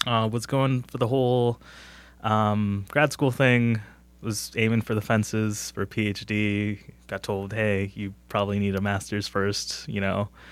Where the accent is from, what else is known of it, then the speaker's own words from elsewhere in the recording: Gainesville, Florida, United States; also born or lived in New Jersey; Let's see, I am from Florida, Gainesville, Florida, actually. Raised up there, born in New England, actually. It's pretty funny.